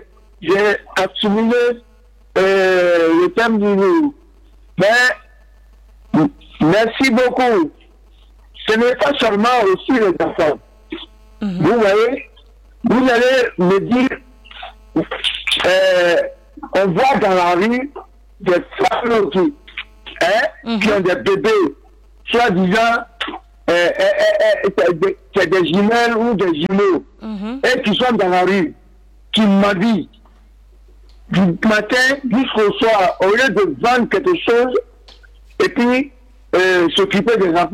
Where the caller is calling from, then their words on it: San-Pédro, Côte d’Ivoire; Je suis du passage à Bilan, mais je vis à San Pedro, quartier Toulay.